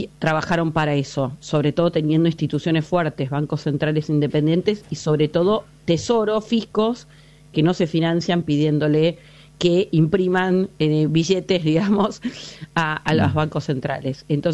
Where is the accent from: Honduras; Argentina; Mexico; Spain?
Argentina; acostumbrados los argentinos y sobre todo los de mayor edad, que hemos atravesado tantas crisis